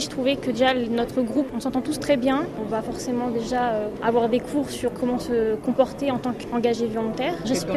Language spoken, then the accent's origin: French; Normandy, France; j'ai 18 ans, je suis originaire de Normandie, dans l'Eure.